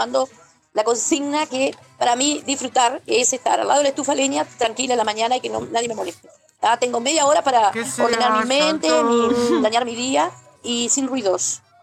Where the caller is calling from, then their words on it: Montevideo, Uruguay